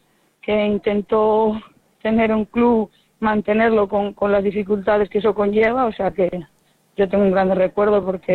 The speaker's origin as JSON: {"language": "Spanish", "town": "Tui", "region": "Galicia", "country": "Spain", "tie": "born or raised there", "said": "Recuerdos, la verdad, sobre todo en mi tierra, en Tui, porque fueron quienes me dieron la oportunidad de poder jugar al fútbol, que empecé muy pequeñita en Tui"}